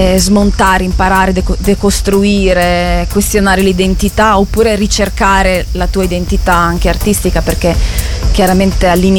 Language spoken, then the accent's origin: Italian; Verona, Veneto, Italy; io sono cresciuta a Verona